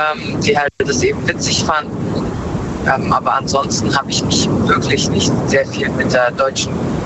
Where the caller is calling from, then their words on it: Frankfurt, Hesse, Germany; aus Frankfurt.